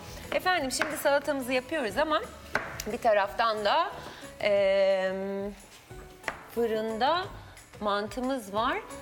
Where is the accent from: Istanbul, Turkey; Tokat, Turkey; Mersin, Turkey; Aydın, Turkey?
Aydın, Turkey; Nazilli; moved away; biz de Ege'liyiz ya, Nazilli'liyiz.